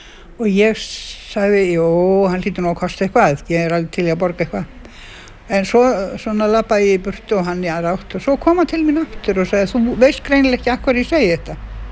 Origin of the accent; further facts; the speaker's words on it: Reykjavík, Capital Region, Iceland; Nei, ég ólstu upp í Laugarásnum.